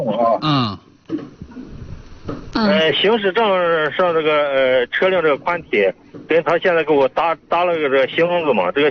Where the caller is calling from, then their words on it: Jishan, Shanxi, China; 我是在运河稷山的。